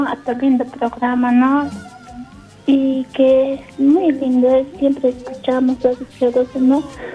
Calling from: Bolivia; A mi querido pueblo, como se llama, Pasto Grande, ¿no?

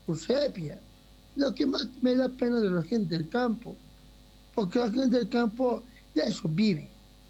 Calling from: Bolivia

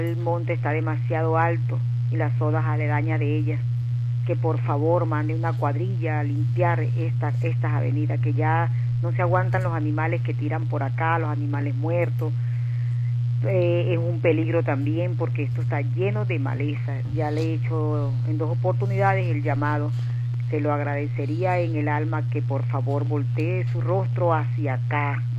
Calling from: Guasdualito, Apure, Venezuela; Por acá llamándola de la Francisco de Miranda

